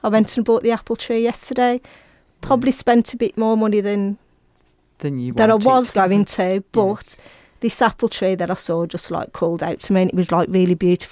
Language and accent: English; West Midlands, United Kingdom; accent: Black Country; because I'm quite Black Country speaking